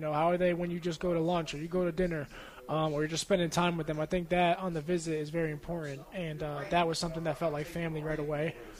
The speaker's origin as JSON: {"language": "English", "region": "Connecticut", "country": "United States", "moved": "yes", "said": "So I'm from Connecticut."}